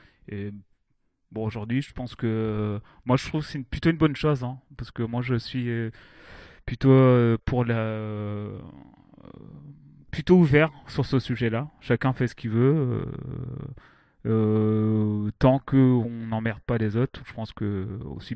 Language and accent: French; Rennes, Brittany, France; je suis juste rennais, ça suffit à. J'ai grandi à Rennes